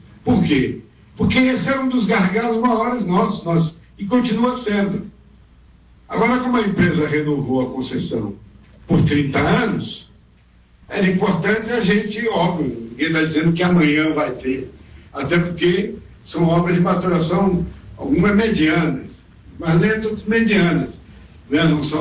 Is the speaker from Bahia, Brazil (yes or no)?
yes; Ibotirama, Bahia, Brazil; Eu sou de Botirama, então não sou de Caetité. Caetité é rica, mas vou falar como quem é de lugar pobre